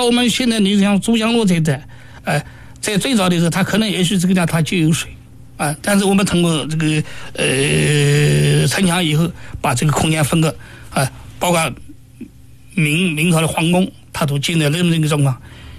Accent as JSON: {"language": "Chinese", "town": "Nanjing", "region": "Jiangsu", "country": "China", "said": "我们南京人都喜欢沐浴文化，洗澡。"}